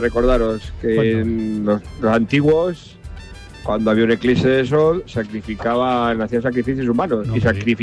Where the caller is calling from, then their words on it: Albendea, Castilla-La Mancha, Spain; de Albendea otra vez.